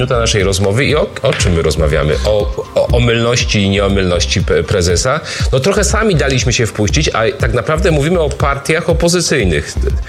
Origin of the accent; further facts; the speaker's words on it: Sanok, Subcarpathian Voivodeship, Poland; born there; ja urodziłem się w Sanoku na Podkarpaciu